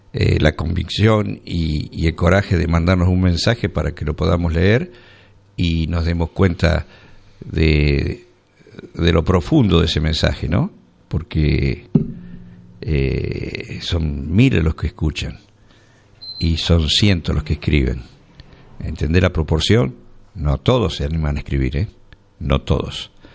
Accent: Argentina

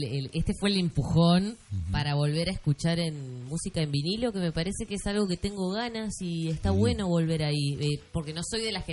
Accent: Argentina

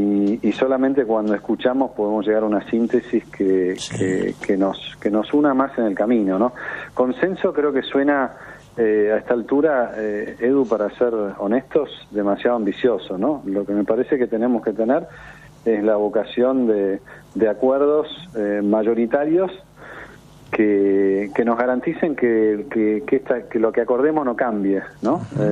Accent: Argentina

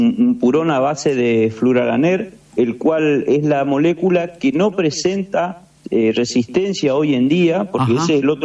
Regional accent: Corrientes, Argentina; Soy de Corrientes, yo soy de Corrientes, acá estamos en Corrientes

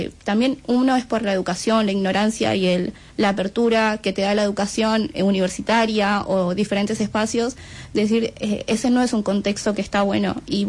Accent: Bolivia; now in Buenos Aires, Argentina; Bueno, yo vivo en la Villa 31, siendo migrante, siendo boliviana.

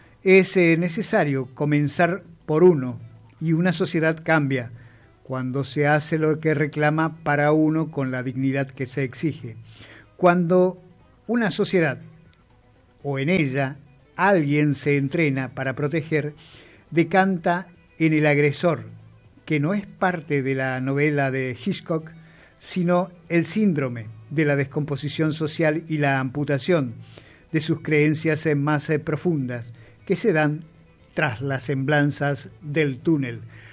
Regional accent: Argentina

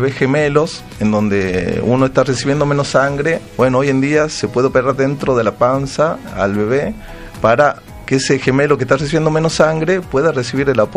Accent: Tucumán, Argentina; orgulloso como tucumano, que se realice un congreso internacional acá en Tucumán

